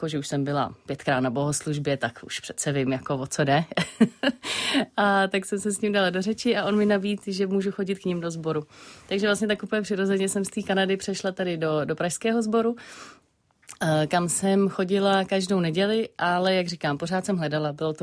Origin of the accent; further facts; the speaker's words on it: Prague, Czechia; protože jsem vyrostla v Praze, nějak nemám ani vlastně nějakou jako tradiční víru převzatou od prarodičů nebo tak.